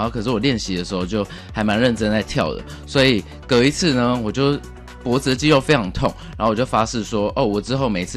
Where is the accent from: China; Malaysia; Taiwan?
Malaysia; 因为我是马来西亚人，